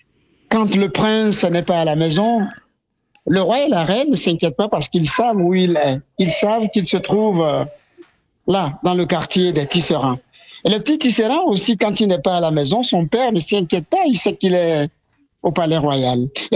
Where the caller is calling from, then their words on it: Lomé, Maritime, Togo; Alors, le Togo est un petit pays d'Afrique de l'Ouest. Mm-hmm. Il est au bord de l'océan. Il est situé entre le Ghana et le Bénin.